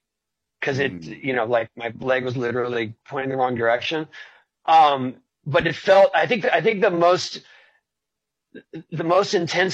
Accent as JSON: {"language": "English", "town": "San Diego", "region": "California", "country": "United States", "tie": "born or raised there", "said": "I grew up in San Diego"}